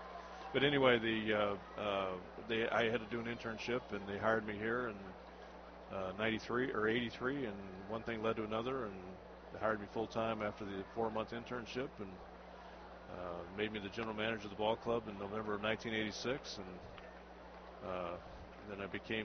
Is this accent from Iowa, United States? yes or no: yes; West Des Moines, Iowa, United States; I'm from West Des Moines